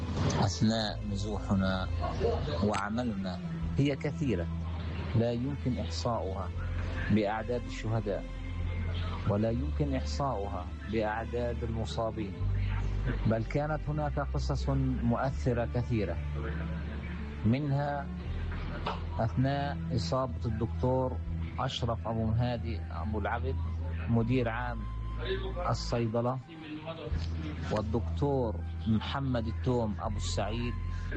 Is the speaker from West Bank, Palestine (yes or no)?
no; Gaza Strip, Palestine; moved away as an adult; في الغربة بالنسبة لي كفلسطيني